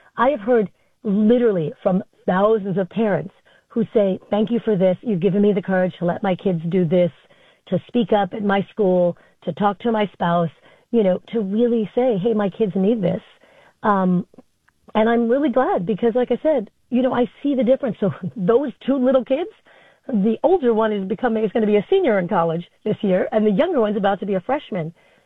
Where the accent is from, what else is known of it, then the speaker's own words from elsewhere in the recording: Flushing, New York, United States; So, like, when I was six, I walked home. I grew up in Flushing. I'd walk home from the park all the time.